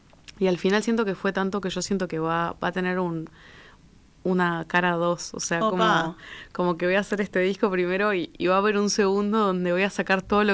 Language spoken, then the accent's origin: Spanish; Maldonado, Uruguay; yo soy de Maldonado y fui con el liceo cuando era chica